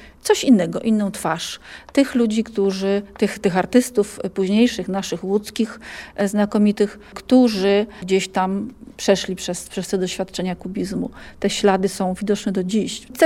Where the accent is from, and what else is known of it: Łódź, Łódź Voivodeship, Poland